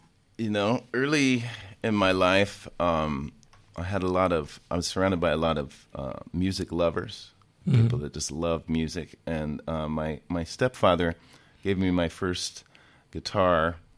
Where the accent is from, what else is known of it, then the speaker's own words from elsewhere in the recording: Washington, United States; But I grew up in Washington. I grew up going to, these gatherings in the mountains of Eastern Washington